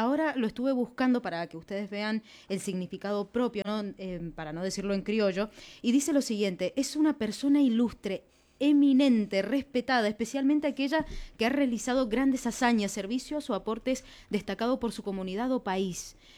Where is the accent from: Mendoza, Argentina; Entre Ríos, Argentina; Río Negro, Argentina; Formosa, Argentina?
Mendoza, Argentina; nosotros como mendocinos